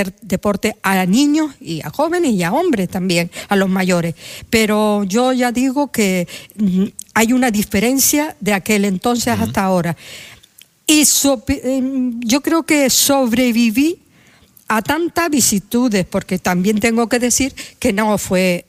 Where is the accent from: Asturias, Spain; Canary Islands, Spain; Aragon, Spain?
Canary Islands, Spain; Telde; Y en la ciudad de Telde, de donde yo soy